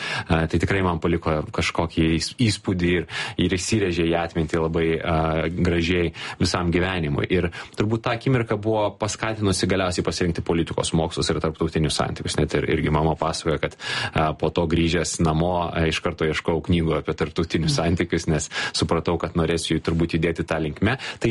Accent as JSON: {"language": "Lithuanian", "town": "Vilnius", "region": "Vilnius County", "country": "Lithuania", "tie": "born or raised there"}